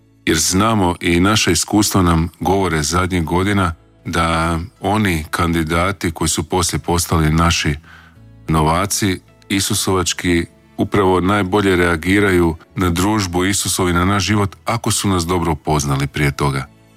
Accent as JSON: {"language": "Croatian", "region": "Dalmatia", "country": "Croatia", "said": "ja sam porijeklom iz Dalmacije"}